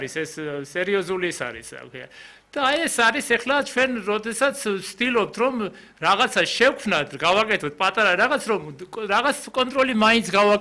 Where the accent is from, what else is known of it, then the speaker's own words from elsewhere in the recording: Western Georgia, Georgia; მე ხშირად ჩავდიოდი სპეციალურად იმიტომ რომ მე თვითონ დასავლეთიდან ვარ